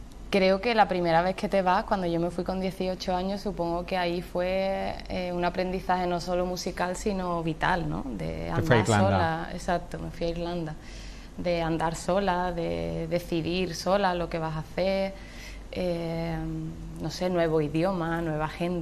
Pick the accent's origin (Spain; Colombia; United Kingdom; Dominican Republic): Spain; Chiclana de la Frontera, Andalusia; moved away as an adult; Pero bueno, soy de Chiclana, hombre. Y amo Cádiz, eso es el resumen, esté donde esté, es así.